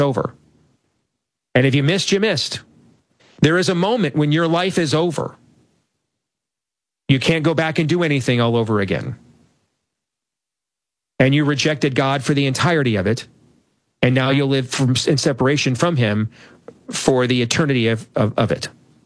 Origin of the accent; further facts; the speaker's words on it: Iowa, United States; also born or lived in Michigan; because I'll talk about my home state of Iowa, my former home state of Michigan.